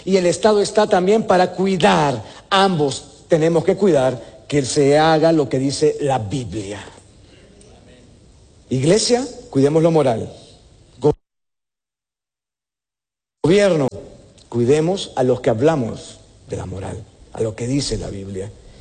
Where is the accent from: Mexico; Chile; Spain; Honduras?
Honduras